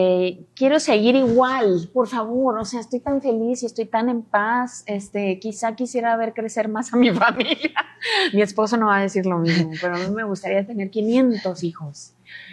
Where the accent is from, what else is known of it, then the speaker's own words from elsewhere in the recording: Sonora, Mexico; born there; moved away; also born or lived in Phoenix, Arizona, United States; siempre pienso en Sonora. Y en Phoenix, también crecí en Phoenix, parte de mi vida estuve en Arizona.